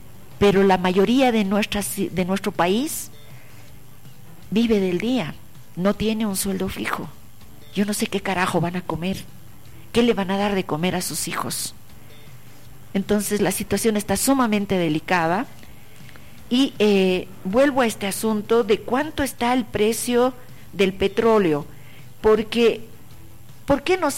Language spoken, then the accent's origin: Spanish; Bolivia